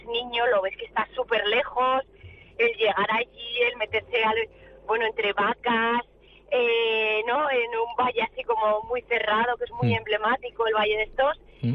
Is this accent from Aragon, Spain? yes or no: yes; Benasque, Aragon, Spain; soy de Benasque. Nací en Benasque, nací rodeada de montañas.